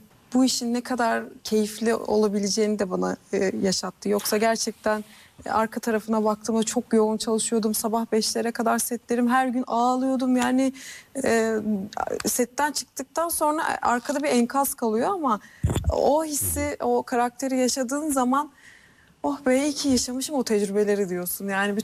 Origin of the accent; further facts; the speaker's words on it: Ankara, Turkey; moved away as an adult; now in Istanbul, Turkey; İstanbul'da yaşayan bir Ankaralı olarak iyi ki Ankaralıymışım diyorum.